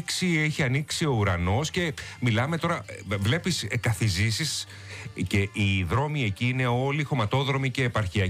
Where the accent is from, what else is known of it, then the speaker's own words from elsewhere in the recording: Crete, Greece; Από νότια του νομού Ηρακλείου, Μεσαρά.